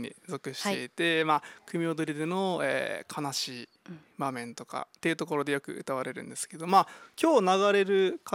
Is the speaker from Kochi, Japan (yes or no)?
no; Urasoe, Okinawa, Japan; 自分が浦添出身なので